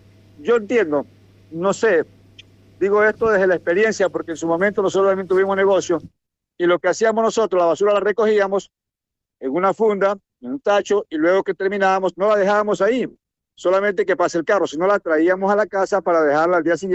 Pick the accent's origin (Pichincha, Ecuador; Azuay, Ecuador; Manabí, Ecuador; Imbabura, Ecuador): Manabí, Ecuador; Santa Ana; now in Manta, Ecuador; ya desfilé por las calles de Santa Ana rindiéndole homenaje a mi pueblo